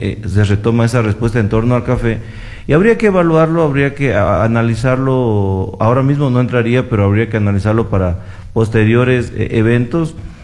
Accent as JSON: {"language": "Spanish", "country": "Ecuador", "said": "todos finalmente somos"}